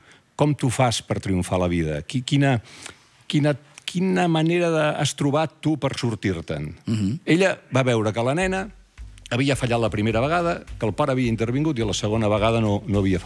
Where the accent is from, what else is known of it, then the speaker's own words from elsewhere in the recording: Barcelona, Catalonia, Spain; Vinc de Barcelona, perdona.